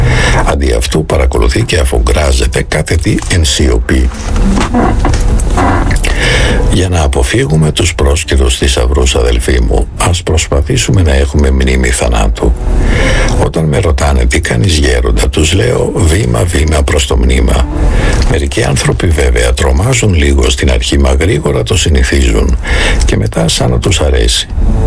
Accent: Syria; Greek is a second language; Μια μέρα μπήκαν οι αντάρτες, οι φανατικοί Ισλαμιστές στο σπίτι μας, που βρισκόταν σε μια παραθαλάσσια μεσογειακή πόλη της Συρίας.

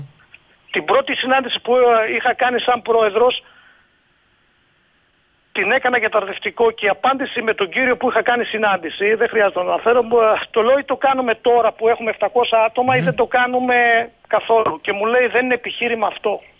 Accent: Western Macedonia, Greece; born there; επειδή μένω στο χωριό, έχω επενδύσει εδώ στον τόπο μου. Τον αγαπάω τον τόπο, δεν έχω φύγει. Δεν έχω φύγει. Είμαι 55 χρονών, εδώ θα μείνω.

